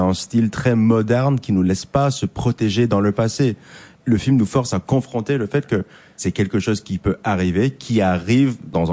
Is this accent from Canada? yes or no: yes; Canada; now in France; Je suis canadien, mais avec un titre de séjour français. Et je lis les quotidiens, je vis ma vie en France